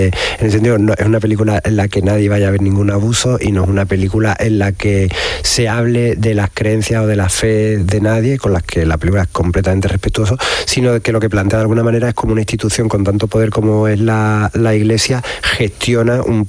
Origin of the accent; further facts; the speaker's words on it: Seville, Andalusia, Spain; born there; moved away as an adult; also born or lived in Rota, Cádiz; now in Madrid, Spain; Yo soy de Sevilla, nacido en Triana, vivo gran parte del año en Madrid por cuestiones de trabajo, porque también doy clases allí y todo eso, pero vengo mucho a Sevilla y también, digamos, que paso gran parte del año, sobre todo evitando el verano, en Rota, en Cádiz